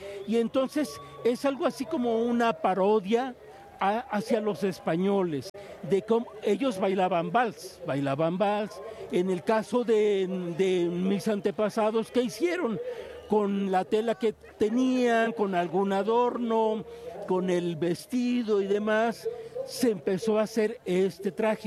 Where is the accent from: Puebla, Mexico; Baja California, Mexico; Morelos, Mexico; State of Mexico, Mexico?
Morelos, Mexico; Tepoztlán; yo soy originario de Tepoztlán, Morelos, y ese es el traje típico de mi pueblo, es el de los chinelos.